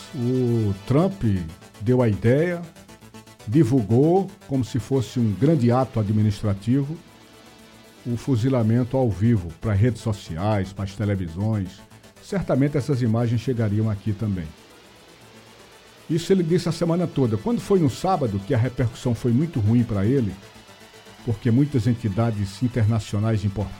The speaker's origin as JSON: {"language": "Portuguese", "town": "Olinda", "region": "Pernambuco", "country": "Brazil", "tie": "born or raised there", "said": "em Olinda, a minha terra, onde eu moro"}